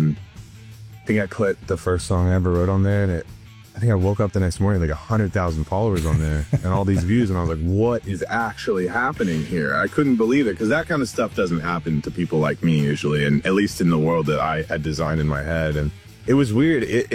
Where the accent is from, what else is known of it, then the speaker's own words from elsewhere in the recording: Texas, United States; I grew up in Texas, and I had taken a job offer in Fort Wayne, Indiana